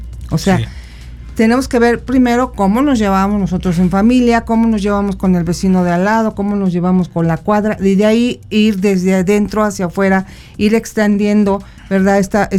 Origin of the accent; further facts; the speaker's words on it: Mexico City, Mexico; now in San Luis Potosí, Mexico; donde yo crecí, en la Ciudad de México